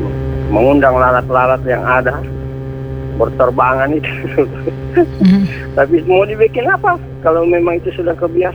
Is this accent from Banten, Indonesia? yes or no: no; North Sulawesi, Indonesia; kalau di kampung saya bunda, di Sulawesi Utara dulu